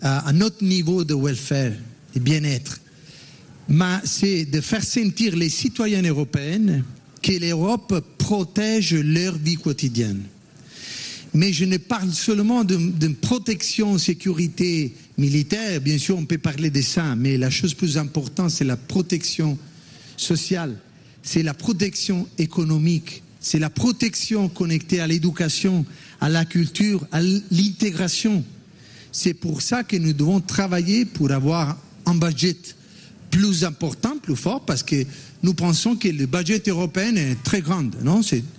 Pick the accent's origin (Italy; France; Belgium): Italy; French is a second language; je suis italien, mais je me sens aussi européenne.